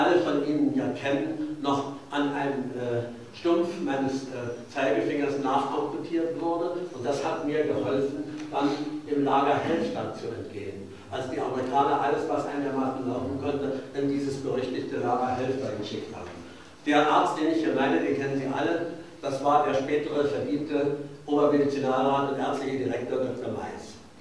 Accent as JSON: {"language": "German", "town": "Königsberg", "region": "Kaliningrad Oblast", "country": "Russia", "tie": "born or raised there", "said": "Ich hatte 1943 in Königsberg, meiner Heimatstadt, das Abitur gemacht, war auch noch an der Albertina-Universität meiner Vaterstadt eingeschrieben"}